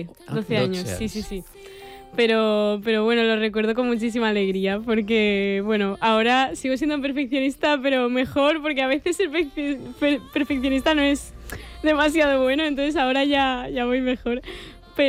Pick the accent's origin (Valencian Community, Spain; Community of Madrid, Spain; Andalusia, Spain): Valencian Community, Spain; La Eliana; Y vi un cartelito en mi pueblo, en La Eliana, y quería probar.